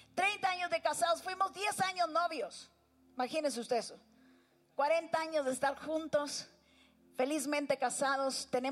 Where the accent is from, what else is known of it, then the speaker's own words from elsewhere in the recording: Guatemala City, Guatemala Department, Guatemala; Vengo de la ciudad de Guatemala y pastoreamos una iglesia en la ciudad llamada Tiempos de Gloria.